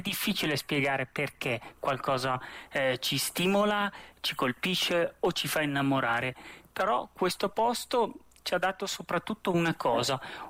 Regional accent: Lombardy, Italy; moved away as an adult; now in Milan, Italy; forse perché ci sono nato e cresciuto appunto in Valtellina

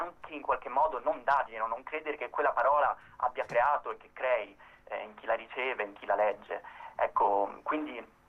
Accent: Rome, Lazio, Italy; now in Milan, Italy; Io sono di Roma originariamente

